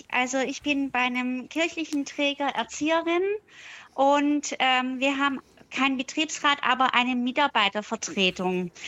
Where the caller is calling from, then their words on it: Stuttgart, Baden-Württemberg, Germany; Ich rufe aus Stuttgart an.